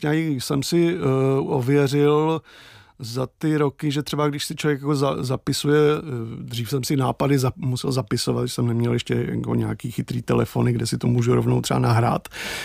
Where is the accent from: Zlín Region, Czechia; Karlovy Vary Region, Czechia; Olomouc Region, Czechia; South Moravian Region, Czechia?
South Moravian Region, Czechia; Brno; já jsem z Brna